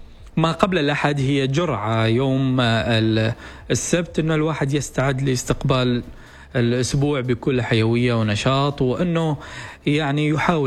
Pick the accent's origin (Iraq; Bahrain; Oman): Oman; نحن شعب عماني